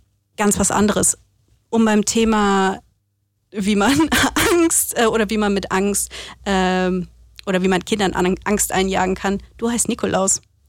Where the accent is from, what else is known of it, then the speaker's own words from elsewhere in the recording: Northern Germany, Germany; moved away; ich komme aus Deutschland, deswegen bei uns im hohen Norden ist das nicht so ein großes Ding.